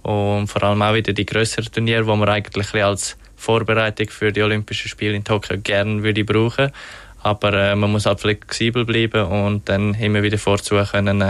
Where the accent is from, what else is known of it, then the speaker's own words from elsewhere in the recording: Switzerland; Weil als Schweizer hat man natürlich, als junger Schweizer hat man eher mal eine Gelegenheit, zum Beispiel in St. Gallen oder in Genf an den Start gehen.